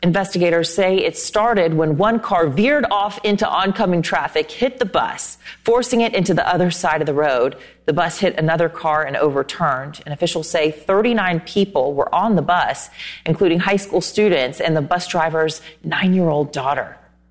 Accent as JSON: {"language": "English", "region": "North Carolina", "country": "United States", "tie": "born there", "said": "North Carolina, my home state, the Tar Heel State"}